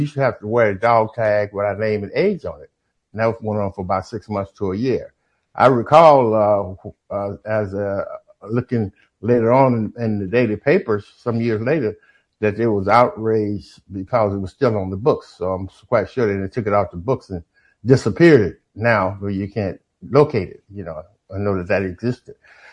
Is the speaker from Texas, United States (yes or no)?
no; Grand Rapids, Michigan, United States; born there; also born or lived in San Francisco; Well, I was born in Grand Rapids, Michigan in 1943.